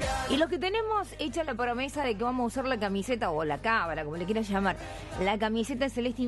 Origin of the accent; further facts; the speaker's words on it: Argentina; Somos Argentina, no lo entenderías.